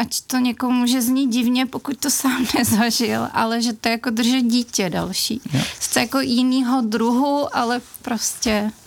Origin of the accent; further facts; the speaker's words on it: Hradec Králové, Hradec Králové Region, Czechia; Já jsem milovala lesy tady, ježdění na kole. Teď jsem teda v místě, kde ta krajina není rovná, takže se mi tam na kole jezdí hůř do kopce z kopce. A hlavně Hradec je úplně úžasný město architektonicky, takže mě vlastně rozmazlil.